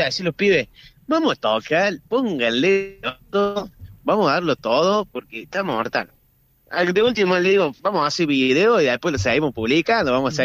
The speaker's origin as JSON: {"language": "Spanish", "town": "Alta Gracia", "region": "Córdoba", "country": "Argentina"}